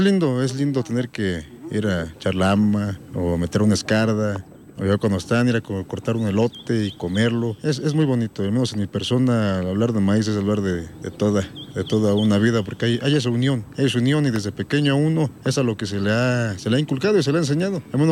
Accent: Mexico; al menos como mexicano

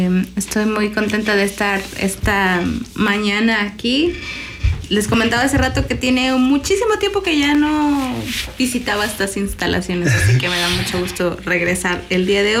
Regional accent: La Revancha, Huasteca, Mexico; moved away as an adult; also born or lived in Tuxpan; Y pues ya allá crecí, aunque yo realmente nací en Tuxpan, pero he vivido la mayoría de mi vida en La Revancha, bueno, en La Revancha y aquí. Entonces aquí ya tengo 12 años viviendo aquí.

